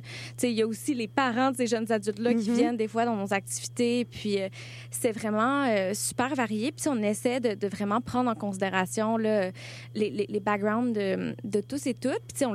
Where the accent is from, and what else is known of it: Quebec, Canada